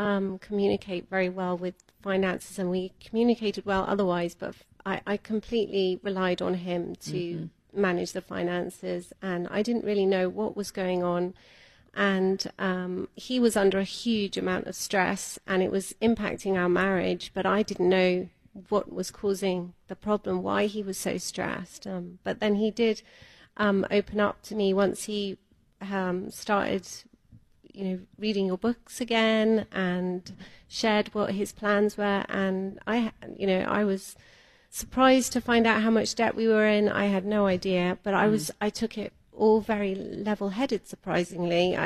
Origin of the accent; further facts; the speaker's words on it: Devon, South West England, United Kingdom; moved away as an adult; now in Atlanta, United States; Devon. I'm from Devon